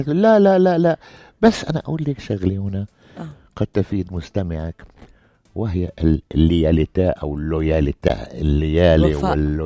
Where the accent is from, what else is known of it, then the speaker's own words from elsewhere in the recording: Jordan; moved away; أنا مسلم من الأردن